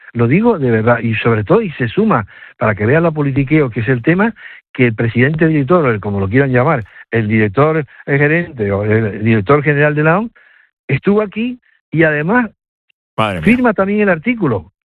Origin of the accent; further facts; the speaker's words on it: Canary Islands, Spain; soy canario